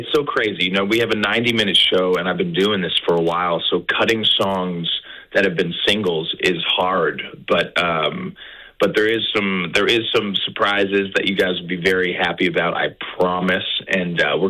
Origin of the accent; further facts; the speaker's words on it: Canada; also born or lived in Nashville; I'm so happy to be home. I love being Canadian.